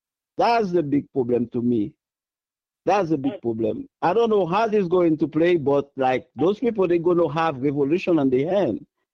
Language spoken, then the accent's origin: English; Haiti; moved away; I'm from Haiti.